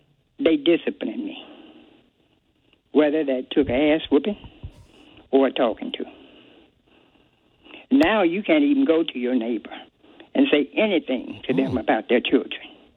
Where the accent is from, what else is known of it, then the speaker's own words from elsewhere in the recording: the South, United States; And I'm from the South. I was raised to care about how I did things.